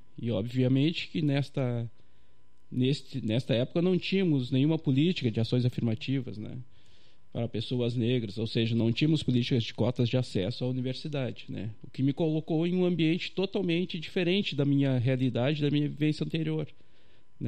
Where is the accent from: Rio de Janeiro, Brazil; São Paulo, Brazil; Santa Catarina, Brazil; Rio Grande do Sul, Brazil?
Rio Grande do Sul, Brazil; Pelotas; Então eu vim da periferia de Pelotas, né, mais especificamente aí da Vila dos Tocos, que é uma vila que fica passando a Coab Guabiroba ali, né. Então era um menino negro, né, cheio de sonhos, filho de agricultor familiar, de quitandeiro, benzedor